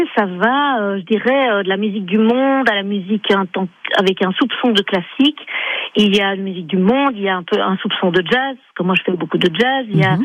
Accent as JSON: {"language": "French", "country": "Belgium", "said": "Nous venons de Belgique."}